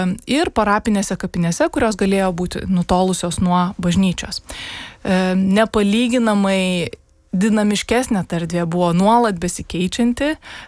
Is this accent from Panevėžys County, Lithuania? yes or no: no; Kaunas, Kaunas County, Lithuania; aš nesu iš Vilniaus, aš esu iš Kauno ir šeimos istorijos Vilniuje yra labai nedaug